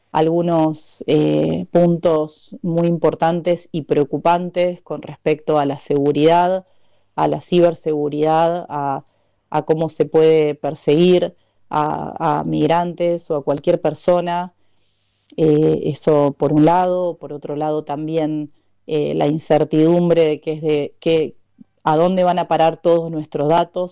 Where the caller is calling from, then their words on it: Cosquín, Córdoba, Argentina; de Cosquín